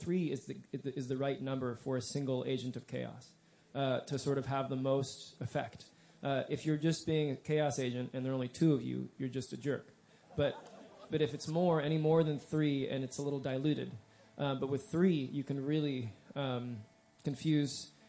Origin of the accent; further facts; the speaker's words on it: Kansas City, Missouri, United States; I'm from Kansas City.